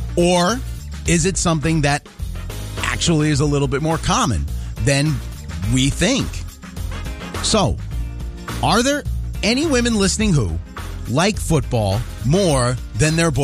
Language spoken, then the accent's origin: English; New York, United States; moved away; for us growing up in New York